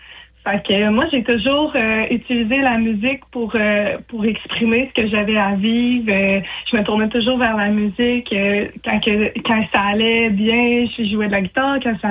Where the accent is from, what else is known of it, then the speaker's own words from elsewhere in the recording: Mont-Joli, Quebec, Canada; Ouais, je viens de Mont-Joli. C'est là que j'ai été élevée, puis avec ma famille, mes sœurs, puis tout ça.